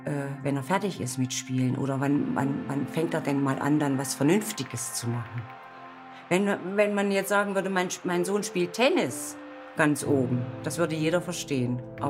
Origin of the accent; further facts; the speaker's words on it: Gotha, Thuringia, Germany; Ich bin aus Gotha bei Erfurt. Da komme ich her